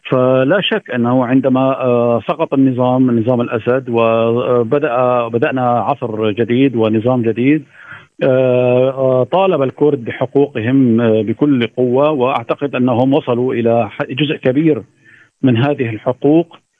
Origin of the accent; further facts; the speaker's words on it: Syria; بالنسبة لنا كسوريين أو بالنسبة لكل السوريين